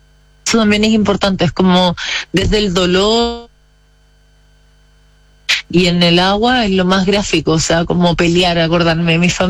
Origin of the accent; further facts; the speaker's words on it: Chile; desde el fin del mundo, desde Chile